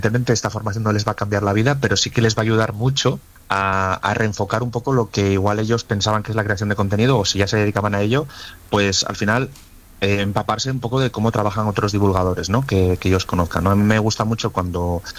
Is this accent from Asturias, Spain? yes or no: yes; Asturias, Spain; yo ya hice una confesión antes, que yo soy asturiano